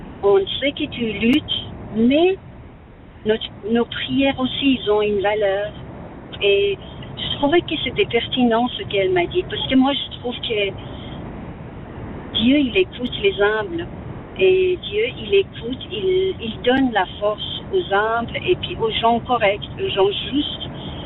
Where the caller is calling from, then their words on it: Saint-Maurice, Valais, Switzerland; J'y vais jusqu'à ma petite chez moi, à Saint-Maurice. Là où je suis. Pas loin, je suis à Aigle, j'étais à Lausanne.